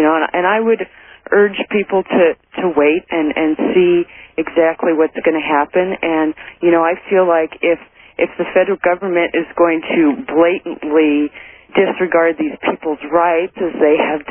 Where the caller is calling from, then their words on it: Washington, United States; I actually live in Washington. I'm in Montana right now.